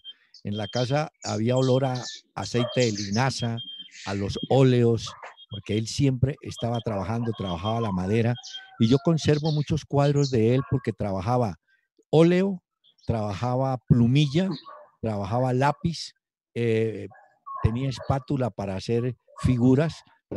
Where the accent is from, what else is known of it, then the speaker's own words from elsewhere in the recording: Cali, Valle del Cauca, Colombia; born there; Pero realmente yo nací en Cali, pero la cercanía con el eje cafetero pues siempre me sirvió por la familia, por las costumbres.